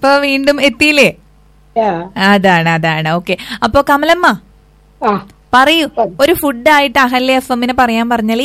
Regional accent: Thrissur, Kerala, India; ഞാൻ തൃശ്ശൂര്.

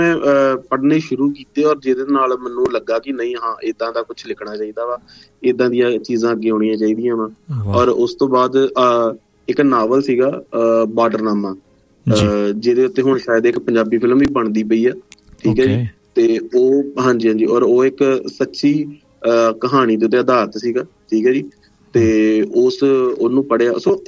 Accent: Gujja Veer, Punjab, India; now in Amritsar, India; ਮੈਂ ਭਾਜੀ ਐਕਚੁਅਲੀ ਹੁਣ ਮੈਂ ਇਸ ਟਾਈਮ ਅੰਮ੍ਰਿਤਸਰ ਰਹਿ ਰਿਹਾ, ਲੇਕਿਨ ਬੇਸਿਕਲੀ ਮੇਰਾ ਪਿੰਡ ਜਿਹੜਾ ਵਾ ਉਹ ਅੰਮ੍ਰਿਤਸਰ ਦੇ ਬਿਲਕੁਲ ਕੋਲ ਅਜਨਾਲਾ ਕਸਬਾ ਹੈ, ਉਹਦੇ ਲਾਗੇ ਸਾਡਾ ਪਿੰਡ ਗੁੱਜਾ ਵੀਰ ਆ, ਛੋਟਾ ਜਿਹਾ ਪਿੰਡ ਆ

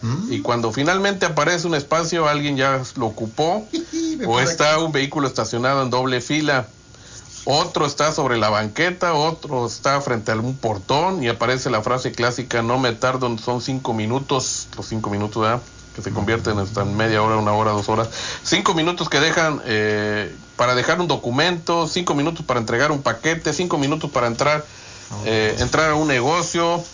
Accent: Ciudad Victoria, Tamaulipas, Mexico; somos mexicanos, somos mexicanos, somos victorenses, somos tamaulipecos.

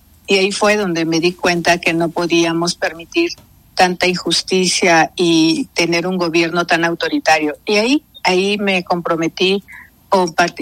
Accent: Chilpancingo, Guerrero, Mexico; moved away as an adult; also born or lived in Mexico City; yo soy nacida en Chilpancingo, Guerrero. Allá estudié toda mi escolaridad y todo fue en escuela pública. Entonces, pues conozco perfectamente mi estado, conozco muy bien lo que se vive

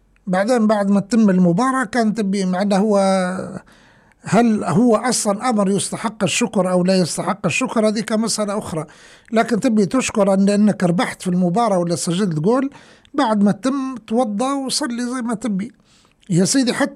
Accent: Libya; accent: Libyan; بلهجتنا الليبية

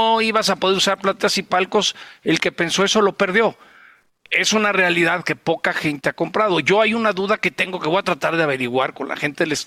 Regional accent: Mexico; duele como mexicano

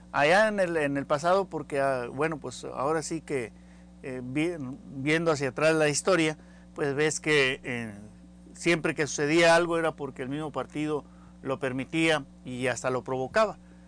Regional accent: Mexico

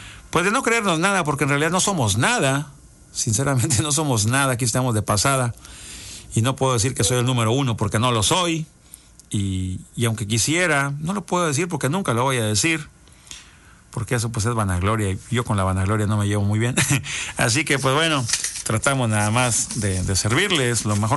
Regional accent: Graciano Sánchez, Tamaulipas, Mexico; Cuando estaba allá en Graciano Sánchez, mi tierra de chamaco de primaria, yo creo que desde ahí me gustaba ya la radio

